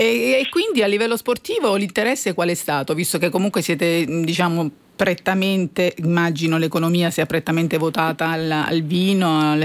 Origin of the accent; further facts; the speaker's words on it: Apulia, Italy; io sono anche pugliese